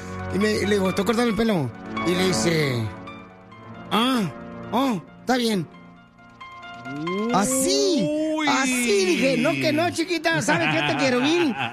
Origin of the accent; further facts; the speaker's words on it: Jalisco, Mexico; pues es que yo soy de Jalisco, mija, no me dejo, no marches.